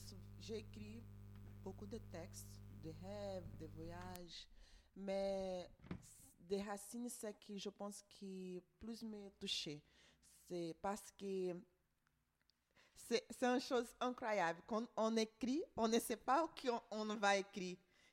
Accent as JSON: {"language": "French", "country": "Brazil", "second_language": "French", "moved": "yes", "lives_now": "Belgium", "said": "moi, par exemple, je suis brésilienne, je suis ici en Belgique."}